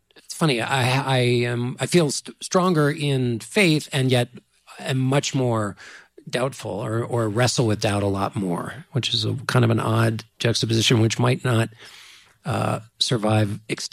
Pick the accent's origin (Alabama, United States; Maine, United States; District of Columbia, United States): District of Columbia, United States; Washington